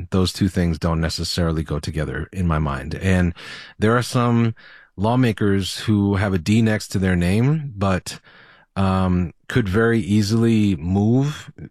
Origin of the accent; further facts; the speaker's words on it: Rhode Island, United States; I grew up in Rhode Island too. Like, I get it. I'm Italian American.